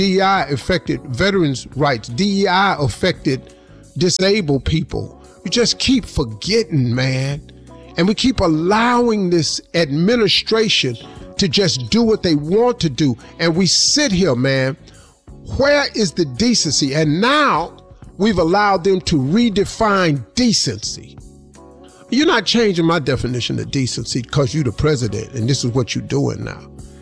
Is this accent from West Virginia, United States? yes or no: yes; Welch, West Virginia, United States; born or raised there